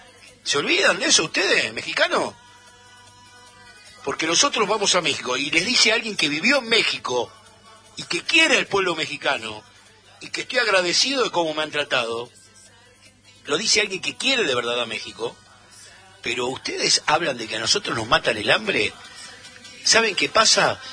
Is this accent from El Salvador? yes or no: no; Argentina; Ahora, somos Argentina contra todo el mundo.